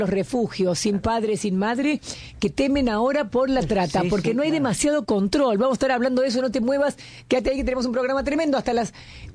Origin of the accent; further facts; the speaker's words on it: Argentina; nos toca como argentinos